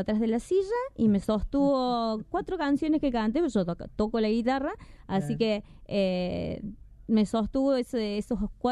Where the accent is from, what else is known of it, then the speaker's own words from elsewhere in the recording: Córdoba, Argentina; now in Jesús María, Argentina; Yo, cordobés y a mucha honra